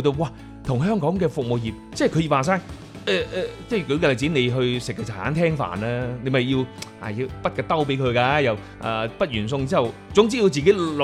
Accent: Guangdong, China; 我哋廣東人好低調噶嘛

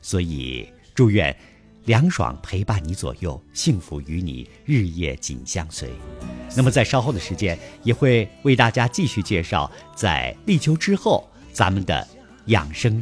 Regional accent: Northeast China, China; now in Guangdong, China; 如果去到了北方，比如说去到我的家乡东北哈，

